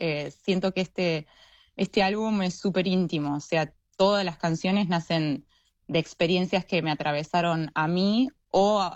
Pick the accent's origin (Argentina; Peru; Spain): Argentina; moved away as an adult; now in Australia; Yo soy originalmente de Argentina y bueno, de haber nacido y crecido ahí, construir una nueva vida en otra tierra que es Australia